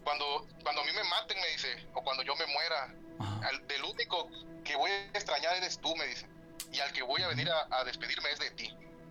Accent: Tabasco, Mexico; now in Ciudad del Carmen, Mexico; Yo no soy de Ciudad del Carmen, yo soy de Tabasco.

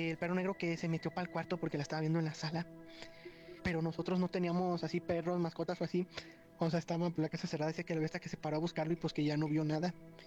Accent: San Francisco del Rincón, Guanajuato, Mexico; de San Francisco del Rincón, Guanajuato.

